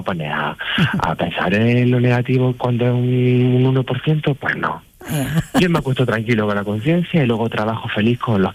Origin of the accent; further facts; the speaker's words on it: Úbeda, Andalusia, Spain; A Úbeda, mi tierra, mi preciosa ciudad, le pega un tajo, tiene la capa, que es la una capa principal.